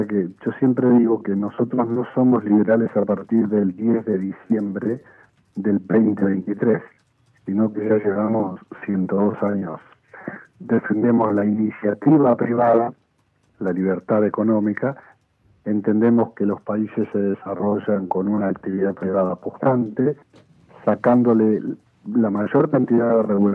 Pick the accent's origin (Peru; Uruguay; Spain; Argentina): Argentina